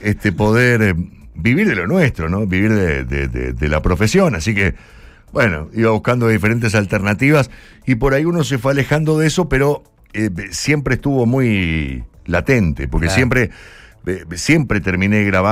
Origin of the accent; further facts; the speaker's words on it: Curuzú Cuatiá, Corrientes, Argentina; moved away; De Curuzú, Cuatía, provincia de Corrientes.